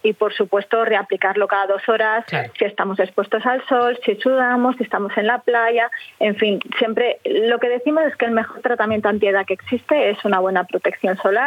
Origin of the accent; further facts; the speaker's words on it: Valencia, Valencian Community, Spain; now in Murcia, Spain; Yo soy valenciana, pero bueno, ya me considero murciana porque llevo ya más de 20 años en Murcia y bueno, ya soy, tengo hijos murcianos